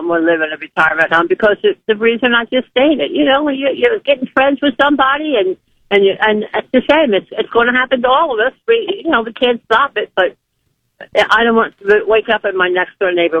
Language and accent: English; Philadelphia, Pennsylvania, United States; now in Milton, United States; I'm from Philly. I'm no Meemaw. But what? I live in Milton, Georgia